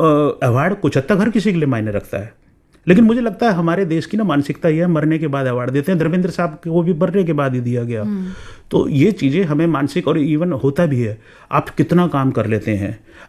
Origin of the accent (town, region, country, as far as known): Delhi, India; born there; also born or lived in Hamirpur district, Himachal Pradesh